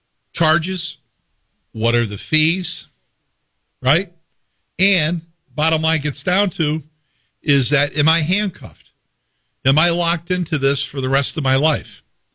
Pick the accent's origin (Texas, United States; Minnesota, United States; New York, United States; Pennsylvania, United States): New York, United States; Schaghticoke; I'm a kid from Scaticook, New York.